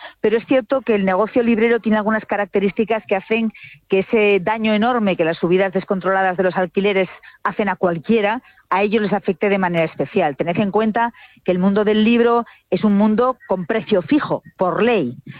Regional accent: Zaragoza, Aragon, Spain; había un chaval de mi tierra, por cierto, de Zaragoza

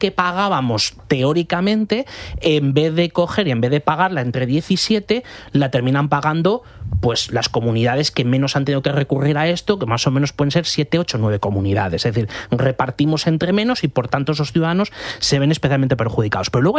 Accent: Castilla-La Mancha, Spain; mi tierra, de Castilla-La Mancha.

